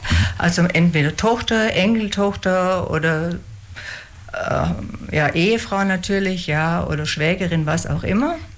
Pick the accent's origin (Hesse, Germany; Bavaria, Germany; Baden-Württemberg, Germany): Baden-Württemberg, Germany; Ulm; ich komme aus Ulm. Meine zwei Kinder sind hier groß geworden.